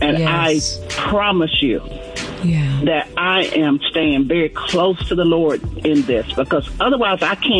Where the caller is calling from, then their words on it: Douglas County, United States; I'm calling from Douglas County.